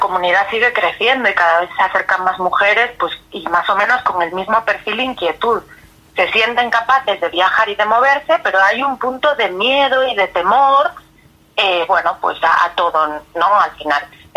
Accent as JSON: {"language": "Spanish", "region": "Galicia", "country": "Spain", "said": "yo soy de Galicia"}